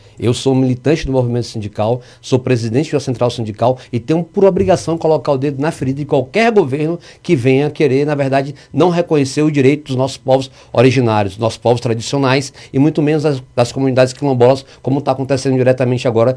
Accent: Ilhéus, Bahia, Brazil; Eu sou natural da cidade de Ilhéus, uma cidade que eu tenho muito orgulho de fazer parte da minha cidade, daquela comunidade que eu fui criado, que é o bairro Nelson Costa.

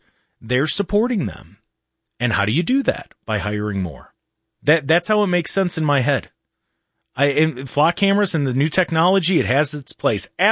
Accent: Lodi, Ohio, United States; growing up in Lodi

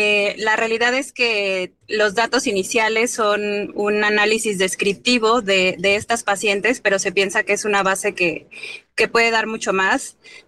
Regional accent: Mexico; como país latinoamericano, como mexicanos

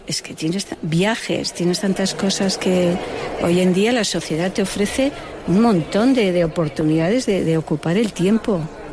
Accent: Abaurrea Baja, Navarre, Spain; en 10 minuticos o menos estoy en mi pueblo, en Abaurrea Baja, sí.

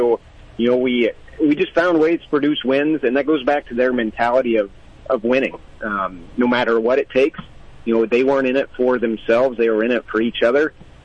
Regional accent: Iowa, United States; I grew up in Southwest Iowa, a big baseball town down there, and grew up playing baseball.

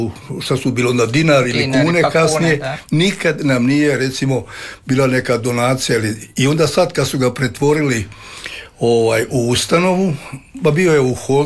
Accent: Livno, Federation of Bosnia and Herzegovina, Bosnia & Herzegovina; also born or lived in Varaždin; now in Zagreb, Croatia

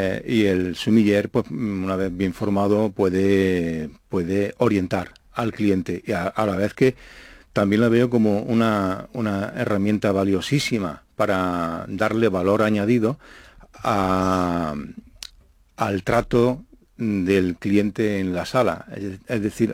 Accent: Jaén, Andalusia, Spain; somos de Jaén y sabemos de aceite.

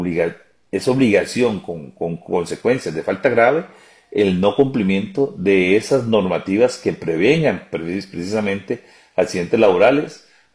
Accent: Costa Rica; nosotros como ticos, siempre estamos asegurados por el seguro social.

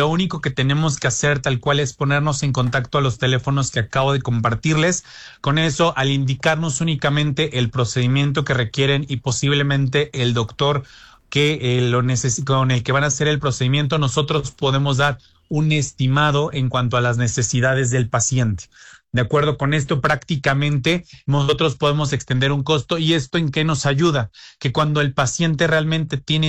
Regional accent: Mexico; como comunidad mexicana siempre vamos cuidando nuestros ingresos

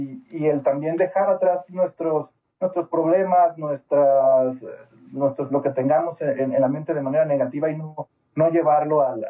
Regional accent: Mexico; creo que como mexicanos nos caracterizamos por expresar estas emociones de maneras creativas.

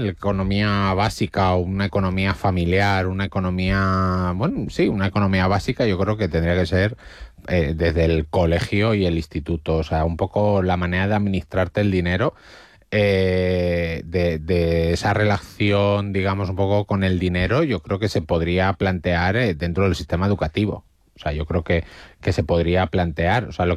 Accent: Vargas, Cantabria, Spain; En mi caso, en mi pueblo, en Vargas, pues no hay policía nacional, claro, era policía local.

